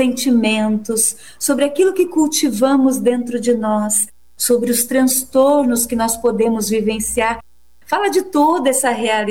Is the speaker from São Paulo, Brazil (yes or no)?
no; Jaraguá do Sul, Santa Catarina, Brazil; Sou de Jaraguá do Sul, Santa Catarina, e nós moramos num vale. E o vale é assim, né, rodeado por montes.